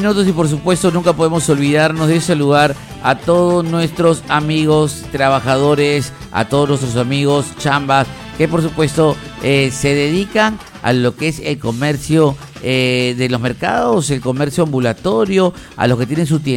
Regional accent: Peru; ciudadano responsable que somos todos los peruanos

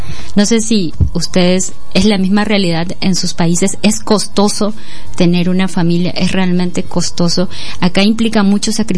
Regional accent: Peru

